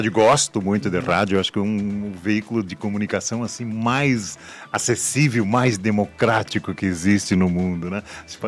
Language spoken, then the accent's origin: Portuguese; Brazil; somos brasileiros